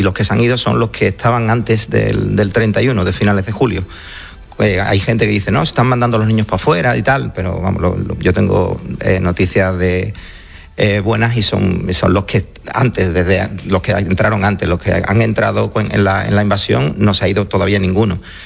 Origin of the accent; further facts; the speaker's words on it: Ceuta, Spain; somos de Ceuta y somos así, nos hemos hecho así porque vivimos al lado, sabemos de quién es nuestro vecino, sabemos que vivimos en una ciudad con muchos militares